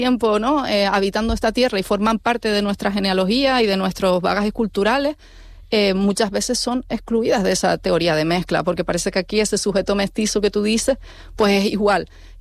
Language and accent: Spanish; Canary Islands, Spain; Somos ese sujeto canario, que es un sujeto de mezcla.